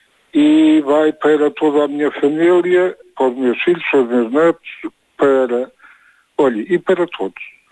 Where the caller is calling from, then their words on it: Vila Velha de Ródão, Centro, Portugal; em Vila Velha de Ródão.